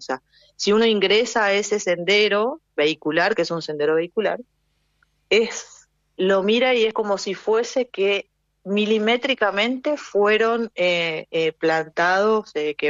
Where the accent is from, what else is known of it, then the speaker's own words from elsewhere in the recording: Chaco, Argentina; born there; Nací en la provincia del Chaco.